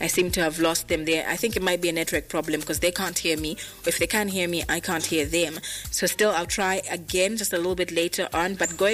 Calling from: Zambia; I was calling you from Windbig, Zambia

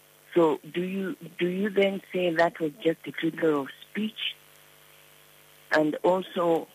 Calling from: Lusaka, Lusaka Province, Zambia; I'm calling you from within Lusaka.

